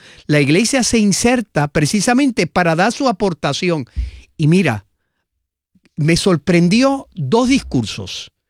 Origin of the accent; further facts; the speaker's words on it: Puerto Rico; tampoco podríamos entender nuestra puertorriqueñidad sin un referente a nuestra identidad cristiana como pueblo puertorriqueño.